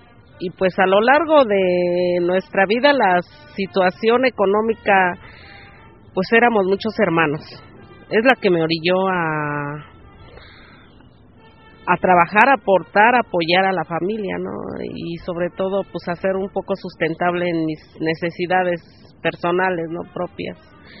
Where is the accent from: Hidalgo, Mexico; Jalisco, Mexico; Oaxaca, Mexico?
Oaxaca, Mexico; Huajuapan de León; igual que las compañeras, soy de Huajuapan de León, Oaxaca. Empecé a trabajar desde los 13 años como trabajadora del hogar